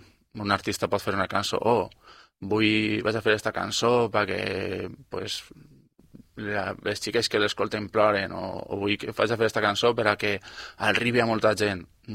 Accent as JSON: {"language": "Catalan", "town": "Artana", "region": "Valencian Community", "country": "Spain", "said": "jo soc d'Artana"}